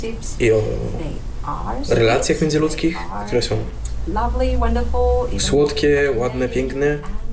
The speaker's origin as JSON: {"language": "Polish", "country": "Finland", "second_language": "Polish", "said": "jestem z Finlandii."}